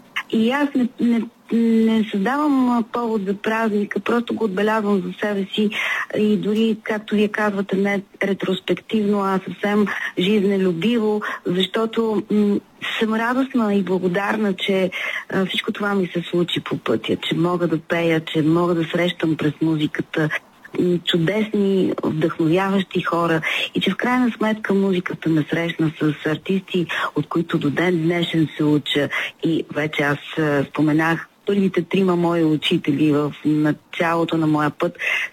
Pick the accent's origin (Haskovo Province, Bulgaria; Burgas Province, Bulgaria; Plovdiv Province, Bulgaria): Plovdiv Province, Bulgaria; Plovdiv; moved away as an adult; защото аз съм пловдивчанка и заминах да уча в Софийския университет в София